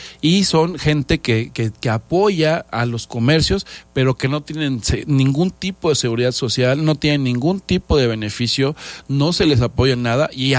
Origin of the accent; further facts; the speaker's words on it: Jojutla, Morelos, Mexico; also born or lived in Cuernavaca; de chiquito me llevaron a Jojutla, ¿no? Y me siento orgulloso de haber tenido una niñez en ese pueblo grande, porque no es un pueblo chiquito como todo mundo cree